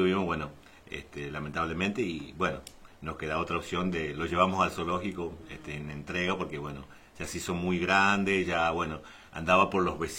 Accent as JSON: {"language": "Spanish", "region": "Chaco", "country": "Argentina", "also_born_or_lived": "Presidencia Roque Sáenz Peña, Argentina"}